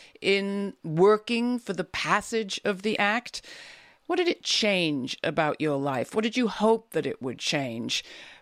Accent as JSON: {"language": "English", "region": "England", "country": "United Kingdom", "tie": "born or raised there", "said": "a lot of people where I grew up in England looked at it and said, oh, how fantastic."}